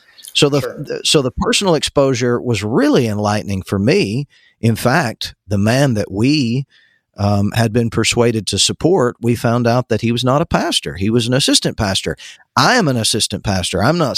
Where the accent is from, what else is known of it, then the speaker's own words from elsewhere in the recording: United States; now in Alabama, United States; I went over as an American pastor